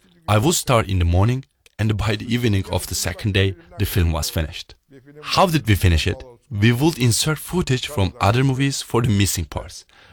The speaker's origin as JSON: {"language": "English", "region": "Istanbul", "country": "Turkey", "said": "Istanbul is an enormous city. I'm from Ortaköy, one of the best districts."}